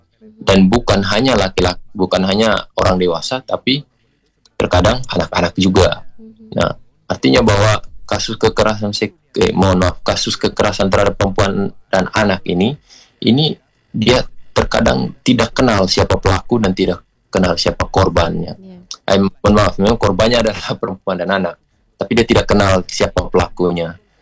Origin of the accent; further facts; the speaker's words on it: East Nusa Tenggara, Indonesia; Psikologi kita orang NTT itu apa yang disampaikan di sekolah itu lebih cepat diterima daripada apa yang disampaikan oleh orang tua